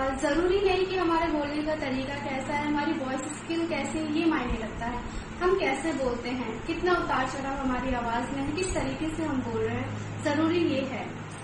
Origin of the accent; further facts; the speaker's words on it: Delhi, India; नमस्कार दोस्तों … और मैं दिल्ली से हूँ।